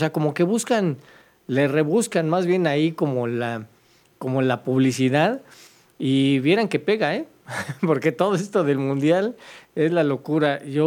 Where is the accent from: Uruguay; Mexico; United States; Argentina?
Mexico; somos mexicanos